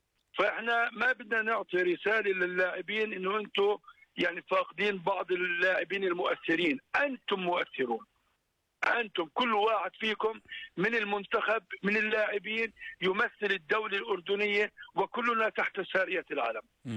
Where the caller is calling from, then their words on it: Jordan; احنا كجمهور اردني